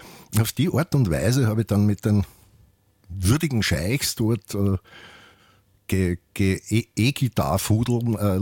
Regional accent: Austria; weil so tanzt man auch bei uns in Österreich, wenn man in die 70er Jahre Jugendlicher war und im alten Mark sich aufgehalten hat.

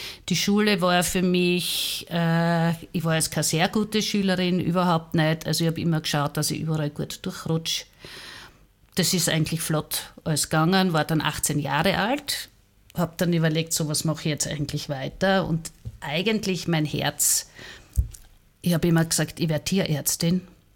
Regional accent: Graz, Styria, Austria; Ja, also ich komme aus Graz. Ich bin vor ziemlich genau 60 Jahren in Graz-Maria-Trost geboren worden, in der Maria-Troster-Straße.

